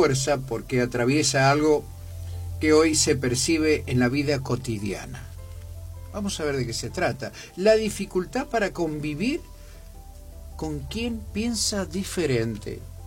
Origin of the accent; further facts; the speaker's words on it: Argentina; también tendríamos que unirnos como argentinos que somos para otros problemas relacionados con todas las necesidades que tenemos en nuestra hermosa patria